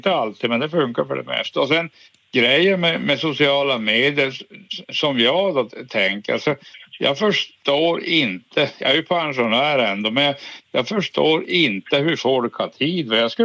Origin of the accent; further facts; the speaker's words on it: Norrbotten County, Sweden; now in Luleå, Sweden; jag vet inte om min dialekt avslöjar mig. Jag är Tornedalen i grunden. Hela trakten.